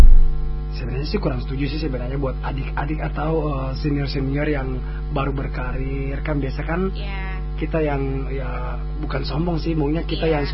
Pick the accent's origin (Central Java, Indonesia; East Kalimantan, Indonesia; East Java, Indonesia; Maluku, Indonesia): Maluku, Indonesia; Ambon; Di sini juga kita Ambon